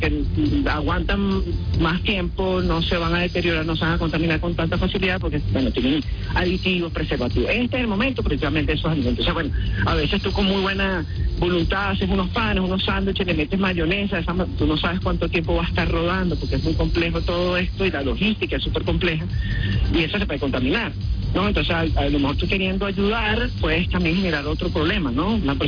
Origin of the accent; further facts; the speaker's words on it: Venezuela; y por supuesto también como venezolano, ¿no?